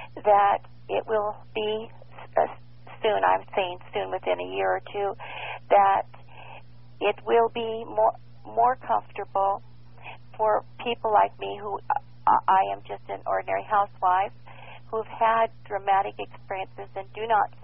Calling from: Portland, Oregon, United States; from Portland, Oregon.

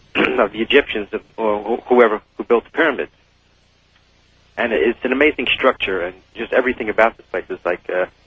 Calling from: Fort Lauderdale, Florida, United States; Okay, well, I'm calling from Florida. There's a place down here in Miami called the Coral Castle.

